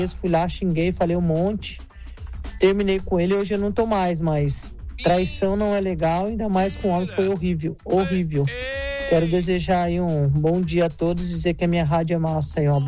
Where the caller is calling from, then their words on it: Paranaguá, Paraná, Brazil; sou aqui de Paranaguá.